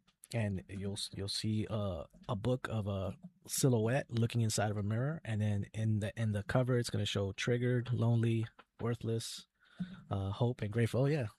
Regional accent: New York City, New York, United States; I grew up in the Bronx

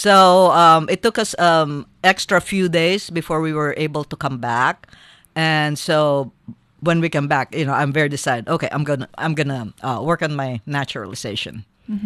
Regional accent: Philippines; now in United States; How I'm able to serve because I called the Philippines my home country.

